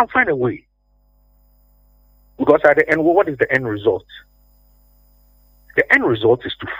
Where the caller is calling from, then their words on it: Addis Ababa, Ethiopia; I'm calling from Addis Ababa.